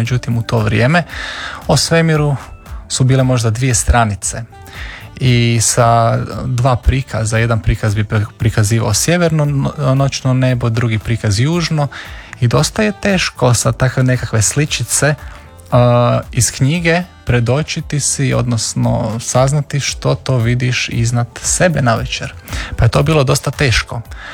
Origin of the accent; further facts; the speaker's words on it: Orebić, Dubrovnik-Neretva County, Croatia; also born or lived in Slovakia; ja sam porijeklom iz Orebića, s Pelješca. Dakle, djetinjstvo sam proveo tamo